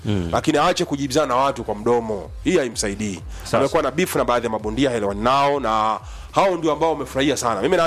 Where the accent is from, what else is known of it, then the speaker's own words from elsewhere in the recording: Tanzania; kama Mtanzania